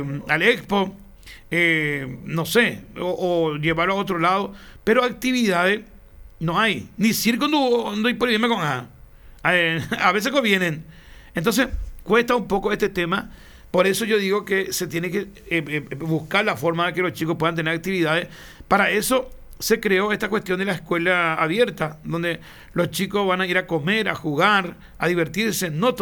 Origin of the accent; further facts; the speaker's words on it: Paraguay; todos los paraguayos